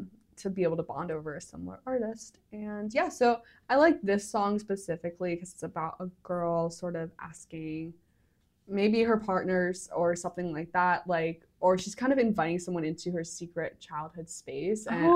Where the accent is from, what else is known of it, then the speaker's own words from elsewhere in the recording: United States; growing up in the States